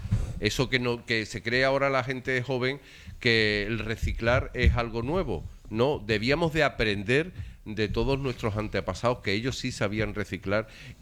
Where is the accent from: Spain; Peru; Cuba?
Spain; yo soy del barrio de la Iglesia